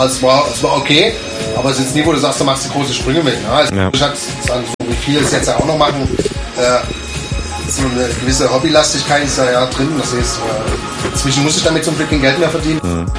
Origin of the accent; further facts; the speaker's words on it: Dresden, Saxony, Germany; Ich glaube, wir als Dresdner sind da relativ kleine Lichter